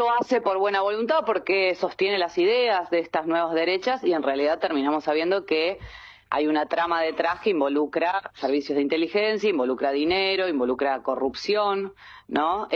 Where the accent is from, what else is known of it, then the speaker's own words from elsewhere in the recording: Córdoba, Argentina; soy cordobesa